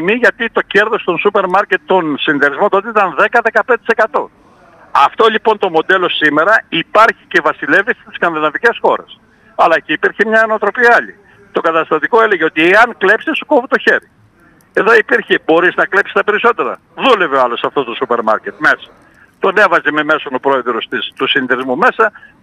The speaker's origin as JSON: {"language": "Greek", "country": "Greece", "said": "Είμαστε μια άλλη πάστα. Όχι γιατί είμαστε Έλληνες"}